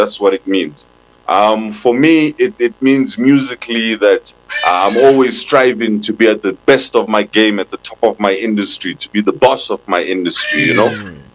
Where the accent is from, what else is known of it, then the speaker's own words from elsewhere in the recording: Kenya; And when we ask ourselves where we're from, it's about I'm from Kenya or whatever.